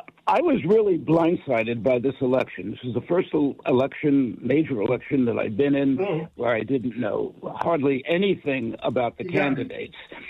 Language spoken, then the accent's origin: English; New York, United States; Well, the problem is I come from originally from New York, and we used to get the League of Women Voters.